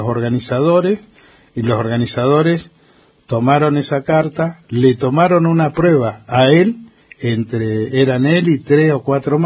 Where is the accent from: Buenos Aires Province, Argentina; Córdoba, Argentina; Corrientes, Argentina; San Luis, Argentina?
Buenos Aires Province, Argentina; San Andrés de Giles; Adrián Maggi, que es de mi pueblo, de San Andrés de Giles